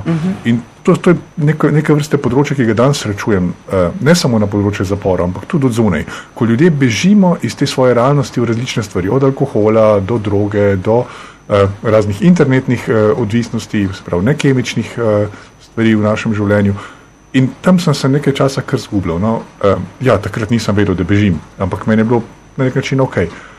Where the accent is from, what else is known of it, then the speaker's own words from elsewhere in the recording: Škofja Loka, Upper Carniola, Slovenia; Izhajam iz Škofje Loke, iz ene, jaz vedno pravim, poprečne slovenske družine, imam brata, ki je 5 let starejši od mene.